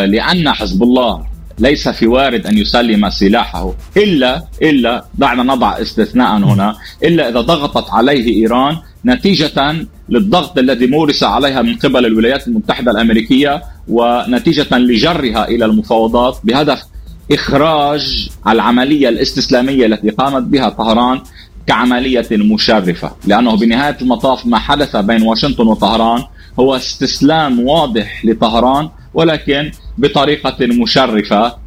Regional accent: Lebanon; نحن كلبنانيين

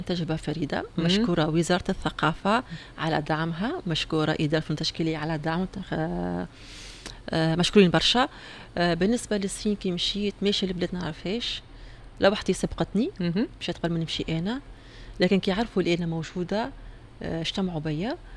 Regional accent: Tunisia; وانا من تونس

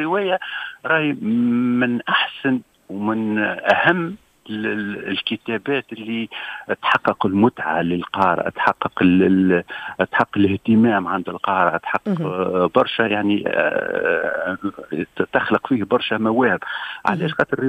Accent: Tunisia

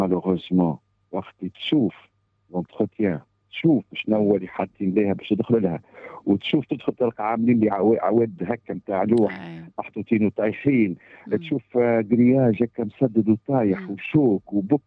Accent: Tunisia; moved away; وعشت في أوروبا اللي معناها مش شغلة أخرى، فهمت، من الإكستريم للإكستريم، وعندي بلادي في الوسط

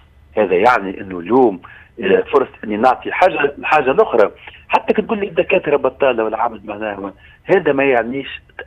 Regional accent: Tunisia

